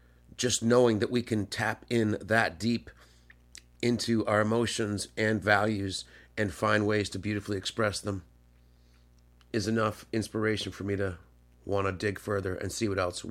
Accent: St. Catharines, Ontario, Canada; I'm an independent artist. I grew up in St. Catharines, Ontario.

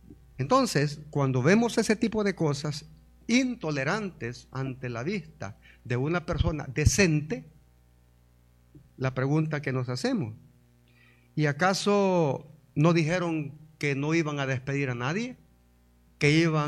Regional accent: El Salvador; también voy a incluirme como salvadoreño

